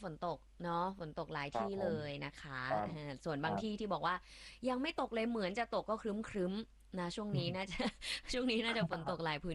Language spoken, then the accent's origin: Thai; Chiang Mai, Thailand; accent: Kham Mueang; เชียงใหม่เจ้าเออ